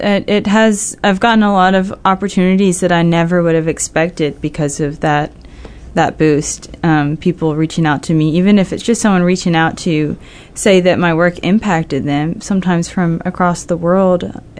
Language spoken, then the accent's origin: English; Kentucky, United States; I grew up in Bath County, Kentucky, which is near Moorhead.